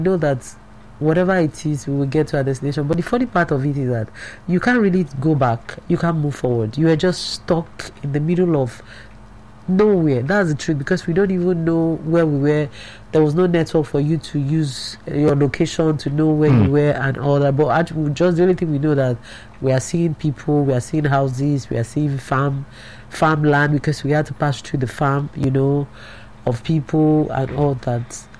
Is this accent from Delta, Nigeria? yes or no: yes; Delta, Nigeria; I married from Edo State, but I'm from Delta.